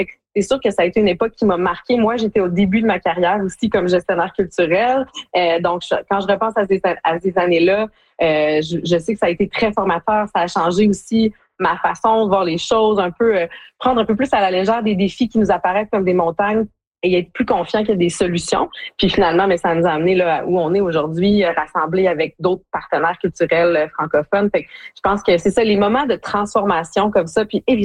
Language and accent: French; Hearst, Ontario, Canada; moved away as an adult; j'ai quitté Hearst, mon village à 18 ans, pour aller faire des études que je pensais être en lettres françaises.